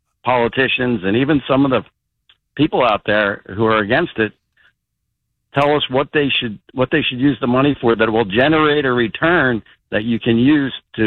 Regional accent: Pennsylvania, United States; now in St. Petersburg, United States; I grew up outside of Philadelphia

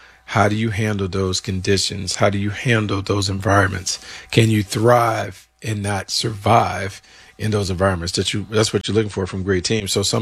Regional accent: the South, United States; Maybe so, but look, I grew up in the South where this was kind of the norm. It was hot. It was humid. It was muggy.

